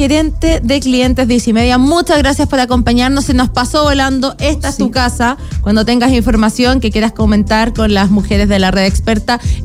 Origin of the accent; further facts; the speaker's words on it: Antofagasta, Chile; Yo también, ¿viste? Yo soy de Antofagasta.